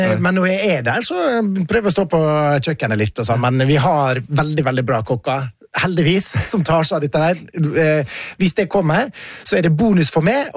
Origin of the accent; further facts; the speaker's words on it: Ålesund, Møre og Romsdal, Norway; jeg er fra Ålesund.